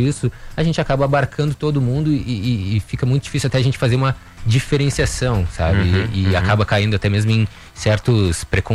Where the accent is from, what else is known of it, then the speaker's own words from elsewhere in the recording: Porto Alegre, Rio Grande do Sul, Brazil; now in São Paulo, Brazil; eu que sou de Porto Alegre